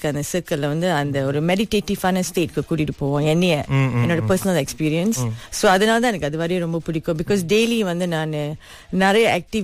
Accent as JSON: {"language": "Tamil", "region": "Kuala Lumpur", "country": "Malaysia", "tie": "born or raised there", "said": "அம்மா வந்து பிணைங்கள உள்ளவங்க, கல்யாணம் பண்ணி அம்மா கேலுக்கு வந்துட்டாங்க. சோ நான் பிறந்து வளர்ந்தது எல்லாமே வந்து கோலாலம் போலதான்."}